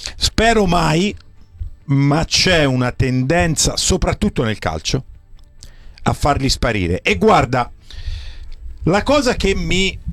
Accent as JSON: {"language": "Italian", "town": "Livorno", "region": "Tuscany", "country": "Italy", "said": "Sì, io dico sempre, sono un livornese un po' atipico"}